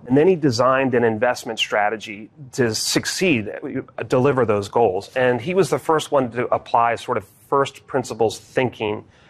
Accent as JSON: {"language": "English", "region": "New Jersey", "country": "United States", "tie": "born or raised there", "also_born_or_lived": "Philadelphia", "said": "I was born in Philadelphia. never actually lived in Philadelphia, but it was the nearest hospital to southern New Jersey, where I partly grew up."}